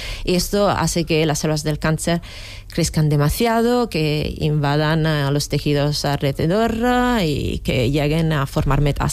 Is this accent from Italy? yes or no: yes; Italy; Spanish is a second language; Y perdóname, yo soy italiana, entonces utilizaré ejemplos italianos.